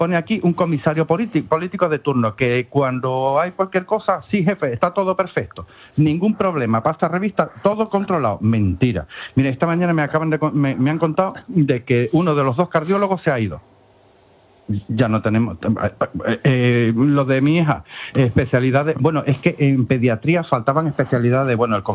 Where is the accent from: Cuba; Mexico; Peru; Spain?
Spain; Ceuta